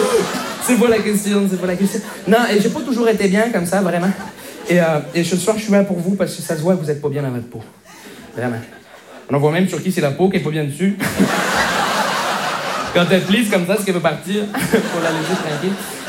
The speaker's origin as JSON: {"language": "French", "town": "Montreal", "region": "Quebec", "country": "Canada", "said": "je viens de Montréal."}